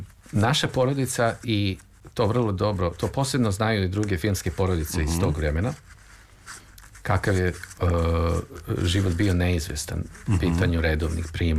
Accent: Belgrade, Serbia; ja sam rođen u Beogradu i prvi dom je bio na Slavi, a onda smo se kasnije preselili u Bulevar Revolucije, tadašnji Bulevar Kralja Aleksandra.

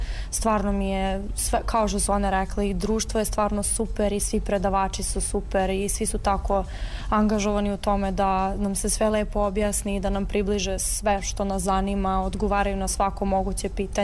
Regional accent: Belgrade, Serbia; imam 17 godina, iz Beograda sam i učenica sam 4. godine 13. Beogradske gimnazije.

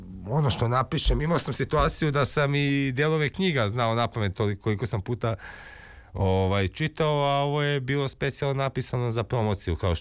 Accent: Belgrade, Serbia; Ja sam rodom iz Surčina, odnosno moj otac, i smatram sebe neko ko je rođen i Beograđan.

